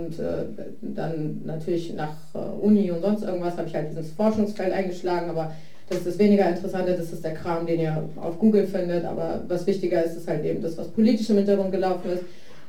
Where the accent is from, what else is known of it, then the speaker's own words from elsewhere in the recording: Iraq; now in Germany; Ich bin selber Kurdin aus dem Irak, meine Eltern sind nach Deutschland geflohen vor dem Genozid von Saddam Hussein.